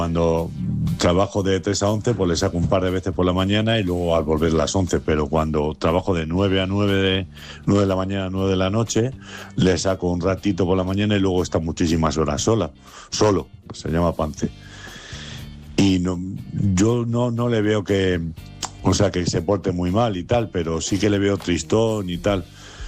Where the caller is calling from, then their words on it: Vallecas, Community of Madrid, Spain; de Vallecas, os escribí el otro día del bichón maltés.